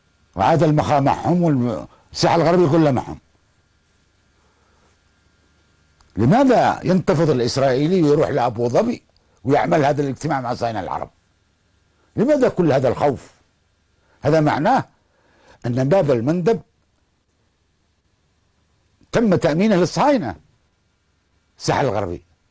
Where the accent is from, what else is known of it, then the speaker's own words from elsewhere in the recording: Yemen; لأن هذه بلدنا وأرضنا يا جماعة